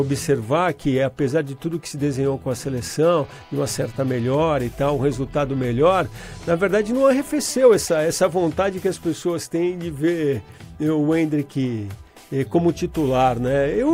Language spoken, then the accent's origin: Portuguese; Brazil; a gente como brasileiro